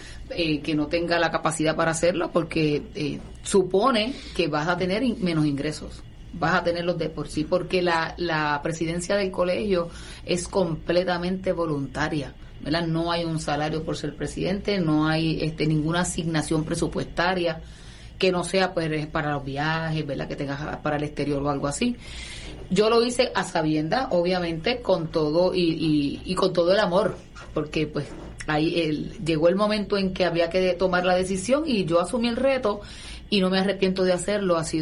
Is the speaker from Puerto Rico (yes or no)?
yes; Salinas, Puerto Rico; also born or lived in Ponce / Santa Isabel; yo soy del área sur, yo soy caribeña pura, porque soy del área sur. Aunque nací en Ponce, mis primeros años fueron en el barrio Jauca de Santa Isabel, porque toda mi familia es del barrio Jauca de Santa Isabel. Y luego nos mudamos al lado, un poquito más al lado, que es Salinas, y ahí me crié básicamente desde los 4 años